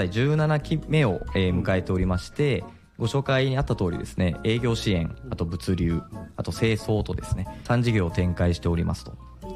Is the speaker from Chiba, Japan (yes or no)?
no; Yokohama, Kanagawa, Japan; はい、浜っ子です。